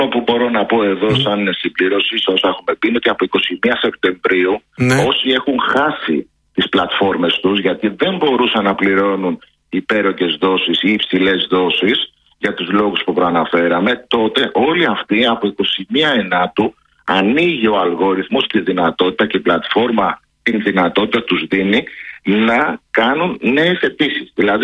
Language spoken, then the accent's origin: Greek; Kardamyli, Peloponnese, Greece; Και σας περιμένω και στο χωριό μου στην Καρδαμίλη, στη Μάνη, να περάσουμε ωραία όσες μέρες θέλετε.